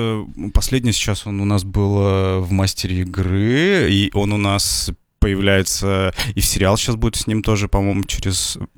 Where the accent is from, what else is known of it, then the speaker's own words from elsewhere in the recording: Kudymkar, Perm Krai, Russia; moved away; я из Кудымкара. Вот, собственно, они наш как бы говор пародировали, когда выступали.